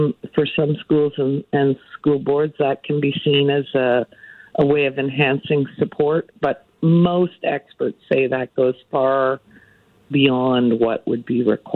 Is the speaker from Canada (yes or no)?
yes; Ontario, Canada; I'm from Ontario.